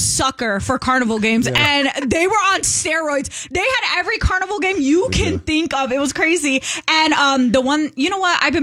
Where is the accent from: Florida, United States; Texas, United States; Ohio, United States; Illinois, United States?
Illinois, United States; Chicago; now in San Diego, United States; I'm from Chicago.